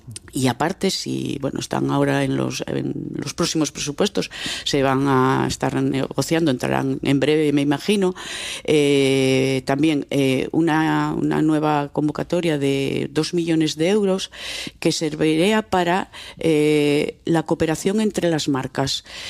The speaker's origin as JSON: {"language": "Spanish", "region": "Asturias", "country": "Spain", "moved": "as an adult", "lives_now": "Eastern Asturias (Oriente), Spain", "said": "soy de la cuenca, soy de la Guería Carrocera."}